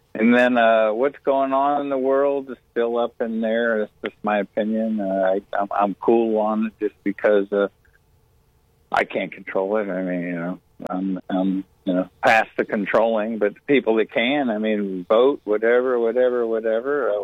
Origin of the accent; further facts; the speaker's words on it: Akron, Ohio, United States; We're all from Akron. Well, you're from Youngstown or whatever. But yeah, we're all from the inner city.